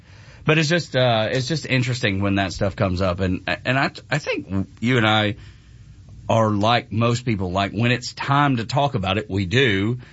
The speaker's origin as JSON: {"language": "English", "region": "Tennessee", "country": "United States", "tie": "born or raised there", "said": "You know, 50 plus years ago, growing up in East Tennessee."}